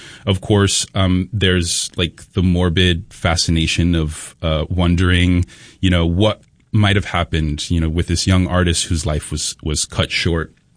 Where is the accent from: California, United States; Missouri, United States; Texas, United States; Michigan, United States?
Texas, United States; you know, I grew up in Texas, where … legacy, I think, is especially like present.